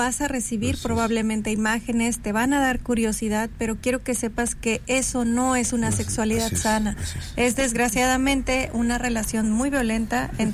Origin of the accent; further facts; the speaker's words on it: Mexico; now in Colima, Mexico; Como mexicanos tenemos ese derecho.